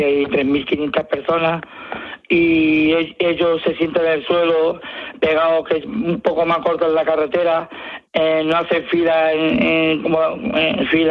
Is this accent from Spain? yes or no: yes; Ceuta, Spain; born there; Ceuta llevamos, no sé cuánto, vamos, de que yo nací, que tengo 50 años, en una convivencia con musulmanes, con indios, con hebreos, con todas las clases de religiones.